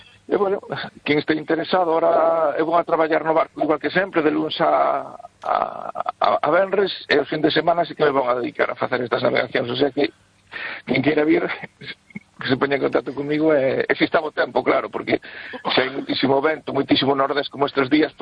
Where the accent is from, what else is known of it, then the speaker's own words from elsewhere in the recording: Fisterra, Galicia, Spain; Nos na fin da terra, en Fisterra, temos moitas cousas moi interesantes